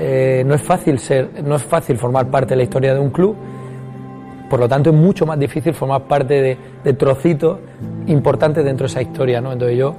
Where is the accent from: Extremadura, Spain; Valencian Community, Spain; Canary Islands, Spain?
Valencian Community, Spain; Alicante; moved away; para mí era un orgullo como valenciano, siendo de Alicante, poder venir aquí, estar cerca de tu familia después de tanto tiempo, casi 7 años ya estando fuera de casa.